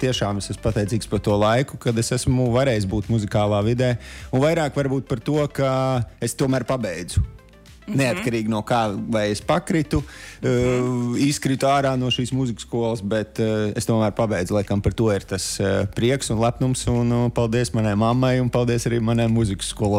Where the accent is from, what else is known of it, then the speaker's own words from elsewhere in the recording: Bauska, Bauska Municipality, Latvia; tā kā bija Mārtiņš no Bauskas